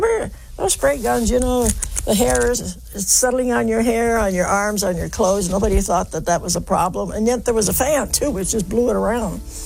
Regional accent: West Virginia, United States; born there; And I said, well, I was born in West Virginia

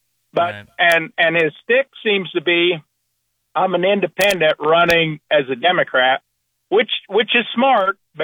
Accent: Iowa, United States; born there; moved away as an adult; I was born in Iowa. I moved out of state for a while. I live here again. I moved out for work for a little while.

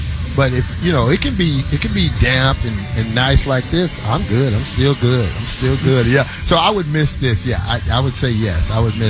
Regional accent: Houston, Texas, United States; I'm from Houston, Texas.

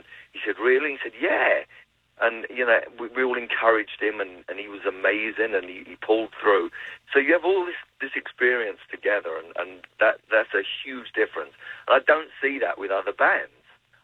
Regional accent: London, United Kingdom; I grew up in, I'm from London, so I grew up listening

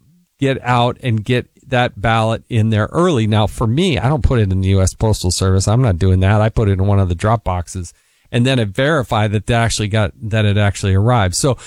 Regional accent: Utah, United States; the Rod and Greg show there on KNRS, kind of my hometown station there in Utah.

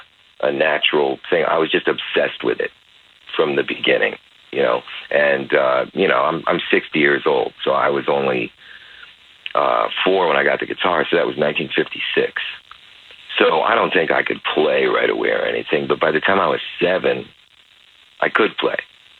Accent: Pennsylvania, United States; moved away; also born or lived in Connecticut; I was living in Connecticut at that point. I grew up in Pennsylvania, but then I was living in Connecticut and had been up there for a few years.

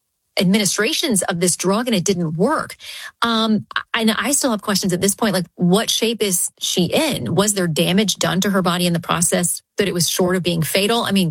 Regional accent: Florida, United States; moved away; I'm from Florida.

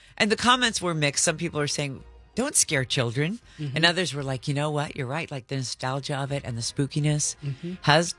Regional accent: Indiana, United States; when I was growing up in Indiana.

